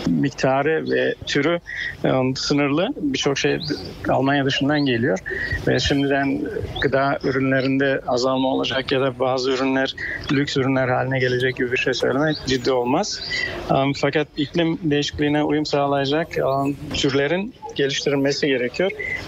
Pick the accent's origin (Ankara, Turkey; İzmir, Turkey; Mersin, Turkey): Mersin, Turkey; Tarsus; now in Germany; Yani ben Tarsus doğumluyum. Çukurova'da büyüdüm.